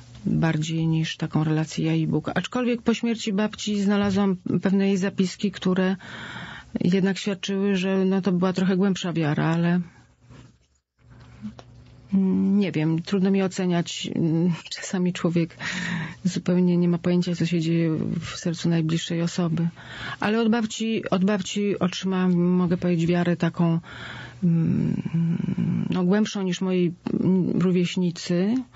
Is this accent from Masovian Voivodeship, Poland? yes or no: yes; Płock, Masovian Voivodeship, Poland; born there; Urodziłam się w Płocku, ale to było środowisko jakby przedmieści z ogrodem, nawet z kawałkiem pola. Piękne miejsce.